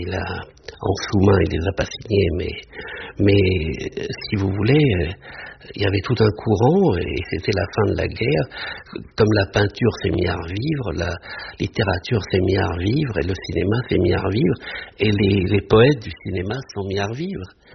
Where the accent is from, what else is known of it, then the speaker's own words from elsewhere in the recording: south of France, France; born there; moved away; quand j'étais môme dans le Midi, j'habitais un petit hôtel